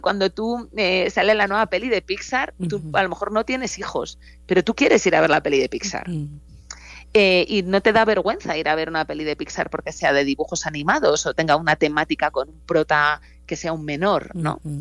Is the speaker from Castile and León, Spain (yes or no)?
yes; Valladolid, Castile and León, Spain; yo soy de Valladolid, que es como la Castilla profunda